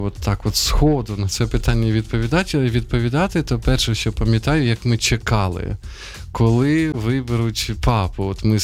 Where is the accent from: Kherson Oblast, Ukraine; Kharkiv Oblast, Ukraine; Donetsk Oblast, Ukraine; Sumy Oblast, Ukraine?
Sumy Oblast, Ukraine; Sumy; Мої рідні Суми, загалом не пам'ятаю, коли телефонували.